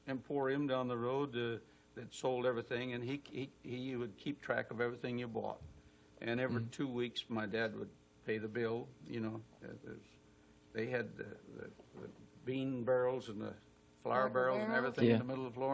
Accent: Portsmouth, Ohio, United States; also born or lived in Cincinnati; No, I was born in Cincinnati, actually, and when I was 2 years old, my dad built a houseboat. And I lived on the Ohio River for 5 years

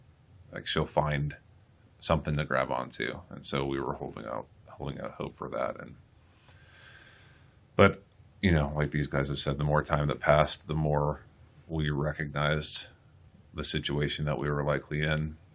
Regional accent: Houston, Texas, United States; We're from Houston. I think there's 11 total from Houston or surrounding areas.

